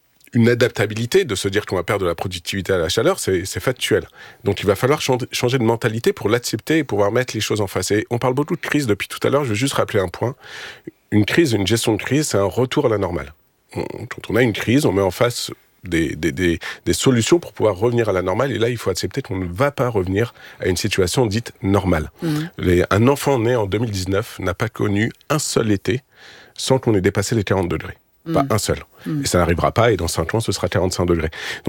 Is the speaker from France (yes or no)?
yes; Paris, Île-de-France, France; born there; parce que je suis parisien de naissance